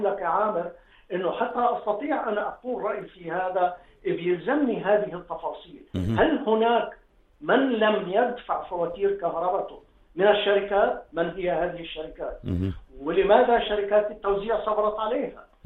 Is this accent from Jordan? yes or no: yes; Jordan; احنا كاردنيين